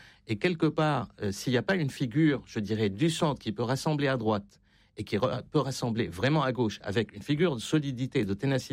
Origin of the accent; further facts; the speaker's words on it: France; Donc, on a un peu manger notre chapeau aussi en tant que Français.